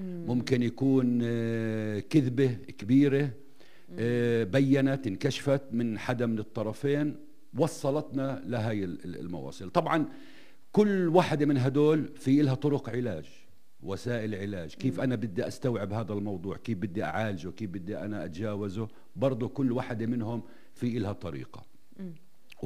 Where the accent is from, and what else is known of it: Palestine